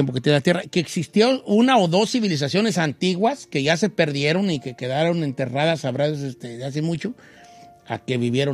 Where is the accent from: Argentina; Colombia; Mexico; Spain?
Mexico; no como los mexicanos que somos de los nahuas y mayas y zapotecas y mixtecas